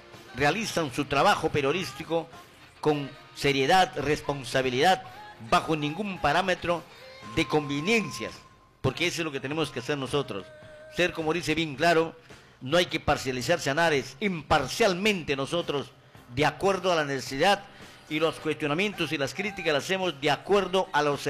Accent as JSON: {"language": "Spanish", "country": "Peru", "said": "ha sido vendido sus principios como ciudadano, como peruano, como periodista?"}